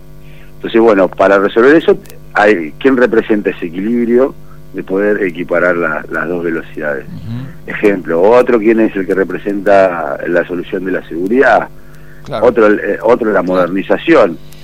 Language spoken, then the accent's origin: Spanish; Argentina